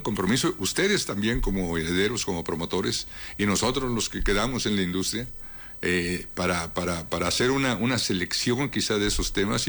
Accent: Mexico

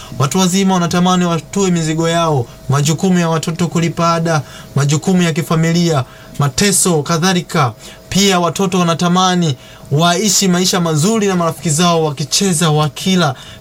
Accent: Same, Kilimanjaro, Tanzania; natokea Same.

